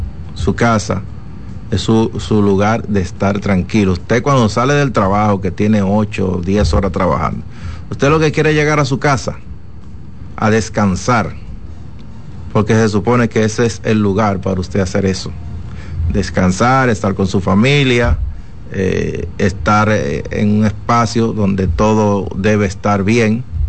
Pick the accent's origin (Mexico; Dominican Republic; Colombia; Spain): Dominican Republic; como dominicano, se siente herido, como nos sentimos todos los dominicanos.